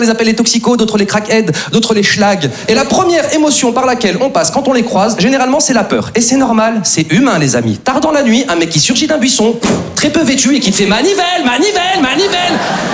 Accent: Lyon, Auvergne-Rhône-Alpes, France; now in Paris, France; je suis originaire de province, je suis originaire de Lyon. Et c'est vrai qu'avant de m'installer sur Paris, j'avais des petites appréhensions sur cette ville

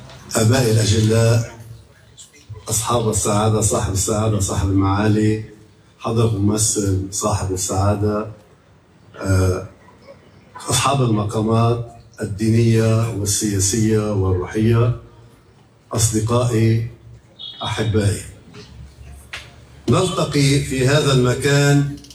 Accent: Zouk Mosbeh, Mount Lebanon, Lebanon

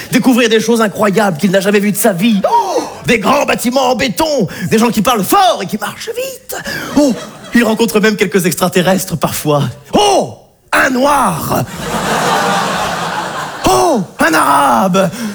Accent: Auvergne-Rhône-Alpes, France; ça me rappelle un peu ma région natale. J'arrive d'Auvergne. Oh, l'Auvergne, c'est magnifique. C'est montagnes, c'est campagnes, c'est volcans

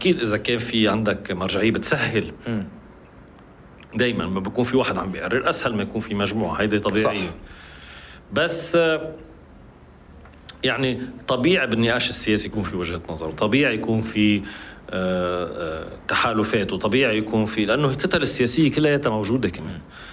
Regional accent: Lebanon; نحن كلبنانيين والدولة اللبنانية

